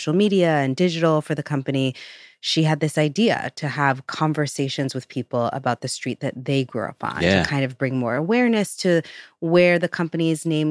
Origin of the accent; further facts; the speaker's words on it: New York, United States; I think one of the biggest gifts for me growing up on Pugsley Avenue was that pool in the center of Jamie Towers.